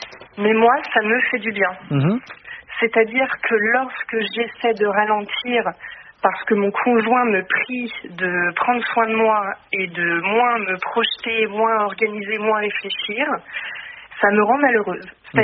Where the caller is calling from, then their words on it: Rennes, Brittany, France; Je vous appelle de Rennes.